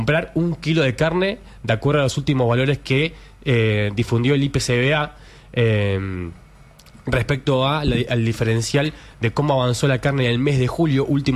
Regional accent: Buenos Aires Province, Argentina; los bonaerenses que venimos a la ciudad de Buenos Aires para laburar

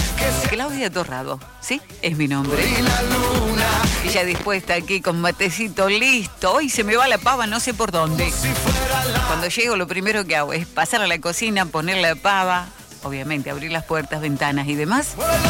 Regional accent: Argentina; nuestros sentimientos como argentinos.

